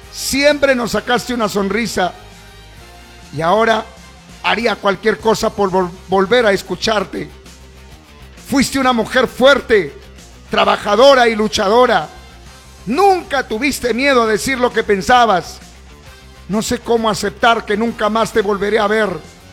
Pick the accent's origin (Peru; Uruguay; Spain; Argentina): Peru